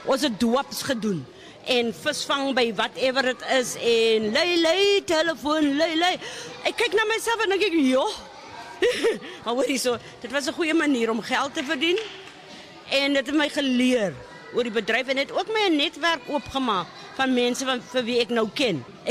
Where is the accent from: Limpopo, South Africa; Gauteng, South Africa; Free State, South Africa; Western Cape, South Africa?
Western Cape, South Africa; Strand; ek het groot geword in die Strand.